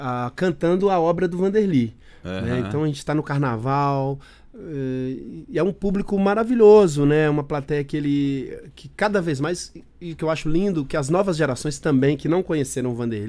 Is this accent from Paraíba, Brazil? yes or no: no; Belo Horizonte, Minas Gerais, Brazil; born there; Sim, sou nascido em Belo Horizonte, minha família toda, né?